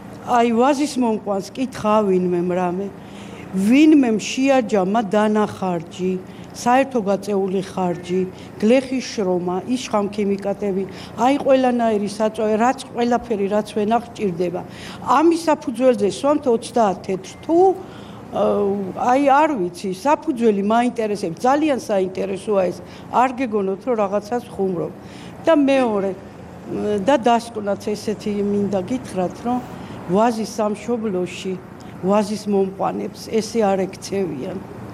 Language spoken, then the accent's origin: Georgian; Kakheti, Georgia; მე მაინც კახელი ვარ